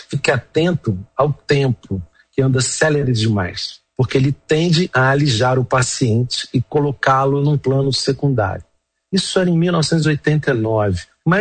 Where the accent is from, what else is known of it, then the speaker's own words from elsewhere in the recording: Rio de Janeiro, Brazil; Eu sou carioca, nasci no Rio de Janeiro